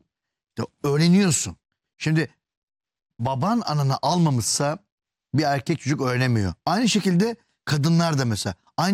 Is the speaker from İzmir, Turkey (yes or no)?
yes; Ödemiş, İzmir, Turkey; ben Ödemiş'te büyüdüm.